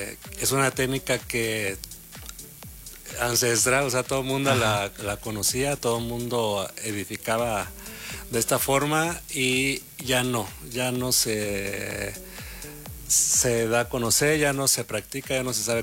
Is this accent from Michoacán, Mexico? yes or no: yes; Morelia, Michoacán, Mexico